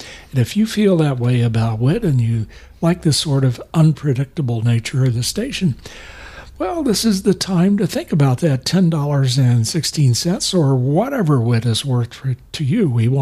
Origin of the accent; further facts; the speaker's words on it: Winchester, Indiana, United States; now in North Carolina, United States; my hometown is roughly 30 miles from Muncie, about 25 miles north of Richmond. and about 9 miles from the Ohio state line and the town of Union City